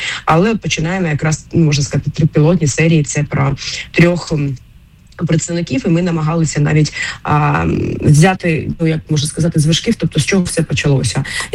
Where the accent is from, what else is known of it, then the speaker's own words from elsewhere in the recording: Kharkiv, Kharkiv Oblast, Ukraine; Я сама з Харкова родом